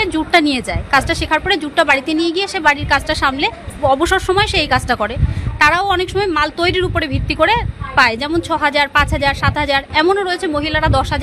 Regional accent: Gaighata, West Bengal, India; আমি গাইঘাটা ব্লক থেকে এসেছি।

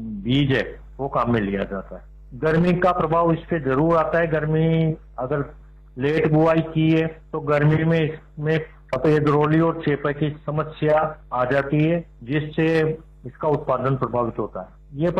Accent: Gulkhedi, Rajasthan, India; गांव गुलकेड़ी, तहसील चिपावड़ोद, जिला बारा का रहने वाला हूँ।

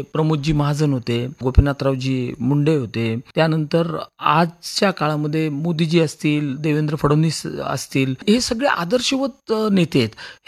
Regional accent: Chhatrapati Sambhajinagar, Maharashtra, India; माझं सगळं बालपण या छत्रपती संभाजीनगर मध्ये गेलं आणि जवळपास जुन्या गावामध्ये, ज्याला तुम्ही गुलमंडी, राजा बाजार, समर्थनगर अशा ठिकाणी माझं बालपण गेलं. आणि तिथंच माझी जी शाळा होती ती सरस्वती भुवन, ही शाळा

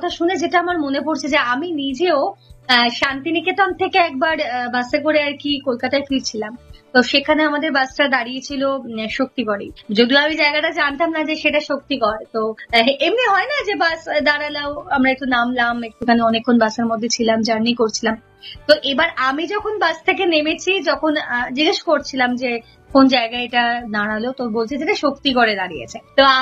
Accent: West Bengal, India; আমাদের পশ্চিম বাংলায়

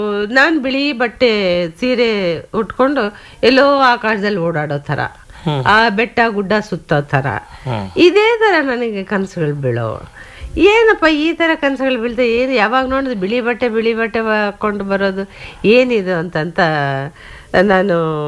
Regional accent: Bellary, Karnataka, India; born there; moved away; ನಾನು ಹುಟ್ಟಿದ್ದು ಬಳ್ಳಾರಿನಲ್ಲಿ, ಪ್ರಾಪರ್ ಬಳ್ಳಾರಿ. ಬಳ್ಳಾರಿನಲ್ಲಿ ಚಿಕ್ಕ ಮಗುವಾಗಿದ್ದಾಗಲೇ ಅಂತಂದರೆ ಸ್ಕೂಲ್ಗೆ ಹಾಕೋ ವಯಸ್ಸಿನಲ್ಲಿ ಸ್ಕೂಲ್ಗೆ ಹಾಕಿದ್ರು. ಅಂದರೆ ಕೆಲವು ವರ್ಷಗಳ ಕಾಲ ಬಳ್ಳಾರಿನಲ್ಲಿ ಇರಬೇಕಾಯ್ತು.

